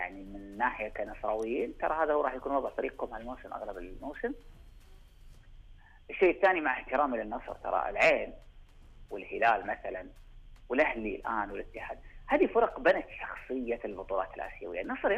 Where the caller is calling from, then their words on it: Saudi Arabia; انا سعودي